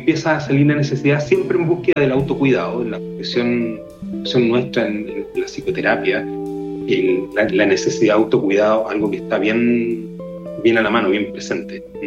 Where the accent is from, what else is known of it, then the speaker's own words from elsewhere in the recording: Santiago, Santiago Metropolitan Region, Chile; cuando era cabro, estudiante en Santiago